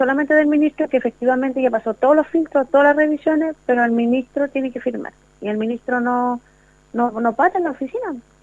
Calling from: Coronel, Biobío, Chile; Lo que pasa es que nosotros somos de Paso Seco 5, las últimas casas demolidas por mala constructividad aquí en Coronel.

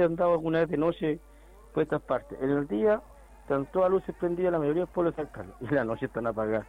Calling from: San Carlos, Ñuble, Chile

